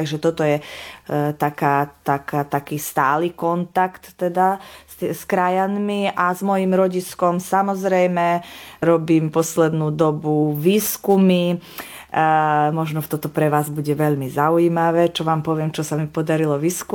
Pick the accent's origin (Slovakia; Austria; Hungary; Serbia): Serbia; Janošík, Vojvodina; pochovaný bol v mojej rodnej obci v Janošiku, teda v Srbsku dnešnom.